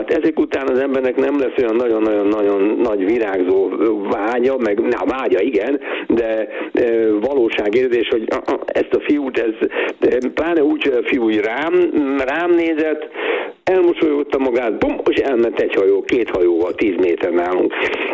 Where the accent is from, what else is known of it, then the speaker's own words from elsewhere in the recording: Hungary; ezt mi magyarok vagyunk, Magyarországra jöttünk